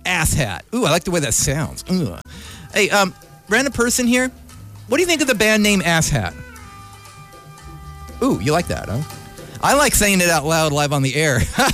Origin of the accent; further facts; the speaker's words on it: the Bay Area, California, United States; I say Contra Costa County because I'm from the Bay.